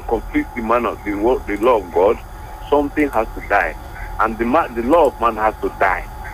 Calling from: Ilorin, Kwara, Nigeria; speaking from Ilori.

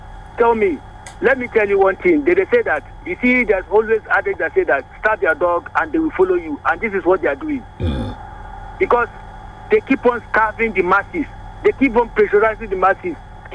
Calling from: Nigeria; calling from Faba.

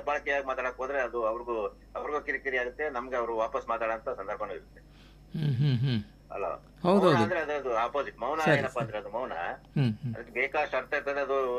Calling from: Hassan district, Karnataka, India; ರತಿ ಜೋಡನಹಳ್ಳಿ, ಹೊಳೆಸಪುರ ತಾಲೂಕು, ಹಾಸನ ಜಿಲ್ಲೆ.

